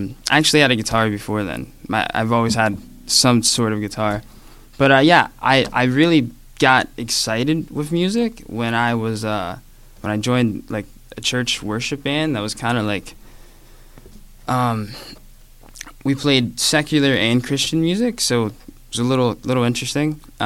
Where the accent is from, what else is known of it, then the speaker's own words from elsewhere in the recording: West Mifflin, Pennsylvania, United States; I'm from West Mifflin, PA. I grew up with a theme park, like right in my window vicinity, first job.